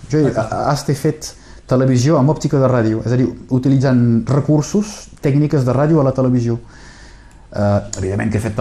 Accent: Occitania, France; Catalan is a second language; also born or lived in Elna; now in Perpignan, France; Me costava parlar català, perquè com que jo no sóc espanyol, no sóc fill de Catalunya Sud, fa que no puc pas de cap manera tenir un català fluid en aquell temps.

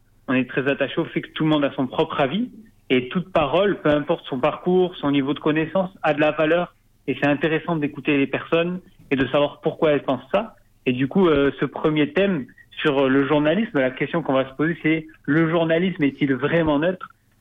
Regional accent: Occitanie, France; now in Paris, France; Et puis, tout simplement, c'est chez moi.

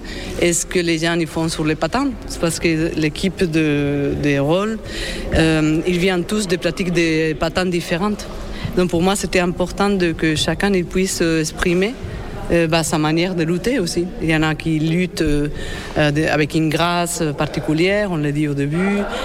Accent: Madrid, Community of Madrid, Spain; j'ai fait un flashback dans ma jeunesse à Madrid, où en effet, je m'étais chaussée ces patins à roulettes dans les années 80

